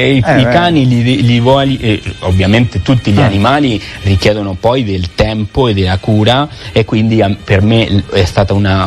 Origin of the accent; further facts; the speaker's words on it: Argentina; moved away; also born or lived in Arezzo, Italy; io sono argentino italiano.